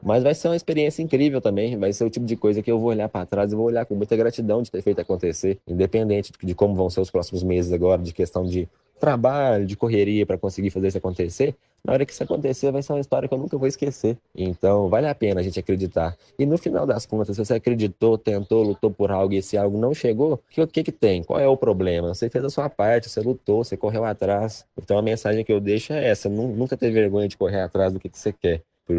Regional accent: Pitangui, Minas Gerais, Brazil; Pitangui é um roteiro imprescindível de estar presente. Então, a minha tese é sempre essa, sempre impulsionar o lugar de onde eu vim, de onde eu cresci.

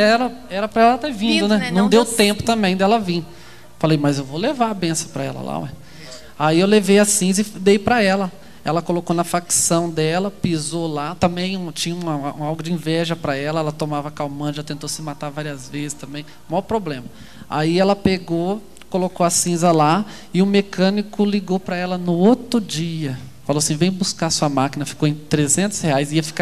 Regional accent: Apucarana, Paraná, Brazil; encontrei uma senhora, que eu sou de lá de Apucaranda, e ela de lá.

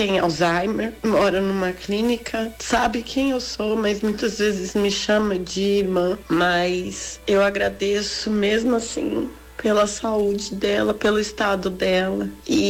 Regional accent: São Paulo, Brazil; eu sou de São Paulo.

